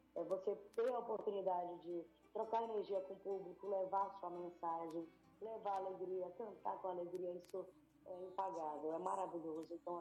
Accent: Amapá, Brazil; Eu sou do estado do Amapá, que é vizinho do estado do Pará.

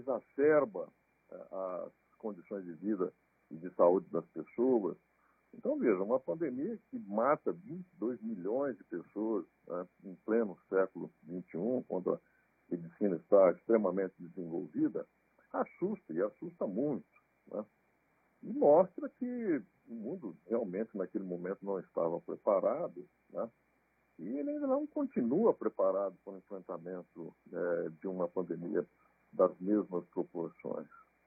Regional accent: Batatais, São Paulo, Brazil; Não, não sou de Ribeirão, sou de Batatais, mas toda a minha vida profissional foi feita em Ribeirão Preto.

